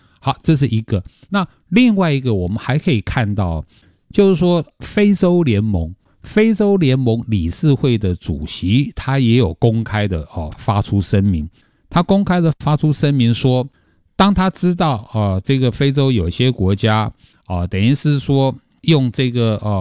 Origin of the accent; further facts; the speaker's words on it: Taiwan; 我们台湾